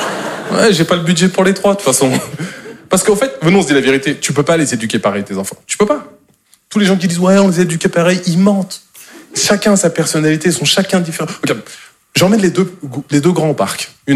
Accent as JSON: {"language": "French", "region": "Normandy", "country": "France", "said": "Moi, je suis normand de base et j'aime pas trop le silence."}